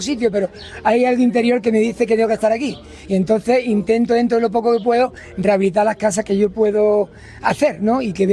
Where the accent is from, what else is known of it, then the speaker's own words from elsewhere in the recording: Alhama de Granada, Andalusia, Spain; born there; yo soy de Alhama, nací en Alhama, aunque he tenido varias etapas de mi vida que he estado en Granada con una tienda de moda, pero siempre he vuelto aquí.